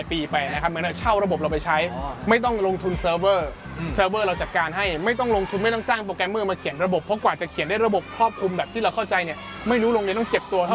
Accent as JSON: {"language": "Thai", "town": "Ko Samui", "region": "Surat Thani", "country": "Thailand"}